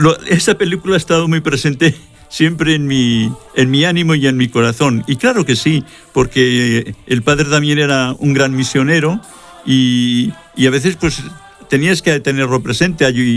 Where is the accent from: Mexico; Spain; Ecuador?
Spain; Albalate de Zorita, Castilla-La Mancha; Sí, ese es mi pueblo, y allí pues yo viví mi niñez, mi adolescencia, hasta que me fui al seminario.